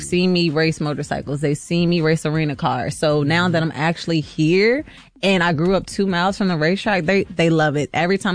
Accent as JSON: {"language": "English", "town": "Richmond", "region": "Virginia", "country": "United States", "said": "Yes, I'm from Virginia."}